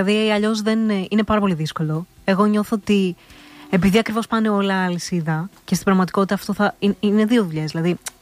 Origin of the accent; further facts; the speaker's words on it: Thasos, East Macedonia and Thrace, Greece; Ναι, ναι, ναι. Η καταγωγή μου είναι από τη Θάσου.